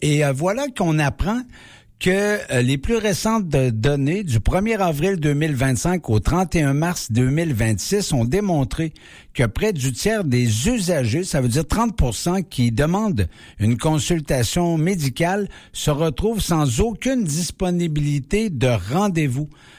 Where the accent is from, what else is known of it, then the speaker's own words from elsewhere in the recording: Quebec, Canada; chez nous, en Beauce